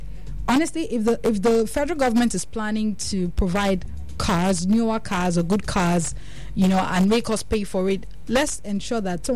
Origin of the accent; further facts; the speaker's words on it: Nigeria; As a Nigerian